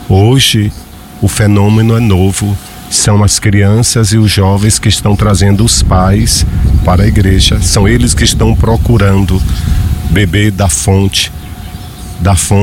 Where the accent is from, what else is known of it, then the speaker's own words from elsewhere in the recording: Jequié, Bahia, Brazil; Eu cresci ouvindo na minha terra, em Jequié